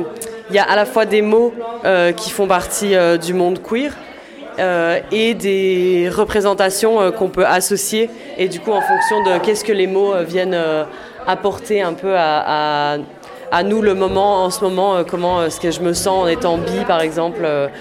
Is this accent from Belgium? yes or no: yes; Belgium; je suis belge et en Belgique, les scouts, c'est pas du tout le même rapport qu'en France